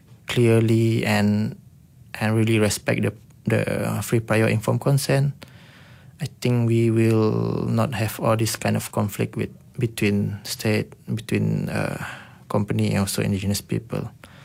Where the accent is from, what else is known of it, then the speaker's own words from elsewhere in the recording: Dalat, Sarawak, Malaysia; I'm from Dalat